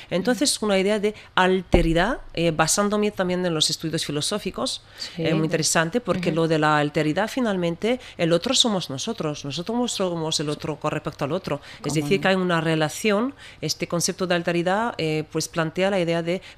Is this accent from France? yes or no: yes; France; Yo soy francesa, argelina y también digo, bueno, tunecina